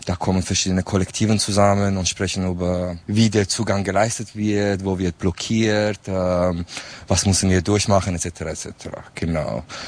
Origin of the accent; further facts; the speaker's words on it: Iranian Kurdistan, Iran; moved away as an adult; now in Switzerland; Ich komme aus Rojhelat. In Rojhelat, ich habe IT studiert und ich bin dann mit 19 raus, aus politischen Gründen. Lebe jetzt seit 16, 17 Jahren in der Schweiz.